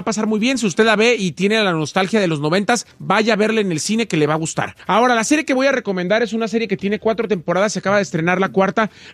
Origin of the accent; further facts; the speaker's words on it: Mexico; porque la verdad nosotros como mexicanos o la cultura mexicana no tenemos la cultura del psicólogo.